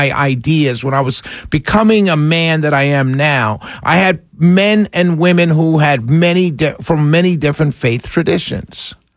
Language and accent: English; New York City, New York, United States; born or raised there